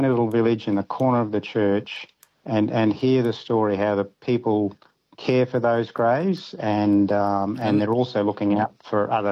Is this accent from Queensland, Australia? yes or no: yes; Queensland, Australia; We're from North Queensland. We start putting our jumpers on at 24 degrees Celsius.